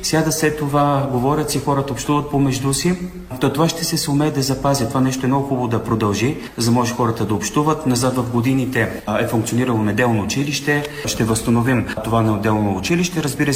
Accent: Damyanitsa, Blagoevgrad Province, Bulgaria; moved away as an adult; also born or lived in Sandanski / Garmen; now in Brussels, Belgium; Роден съм в град Сандански, отрасъл съм в село Дамяница. Завърших основното си образование, но разбира се, между селото Дамяница, което е по поречето на река Струмен, едно хубаво селце, там съм израснал, но и в едно друго село, Гърмен

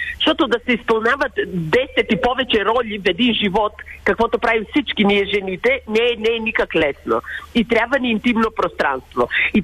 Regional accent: Bitola, North Macedonia; Двете сме от Македония, от Битоля

